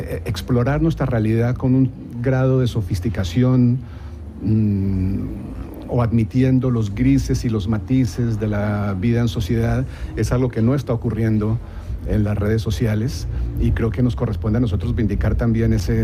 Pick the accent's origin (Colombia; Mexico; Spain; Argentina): Colombia; moved away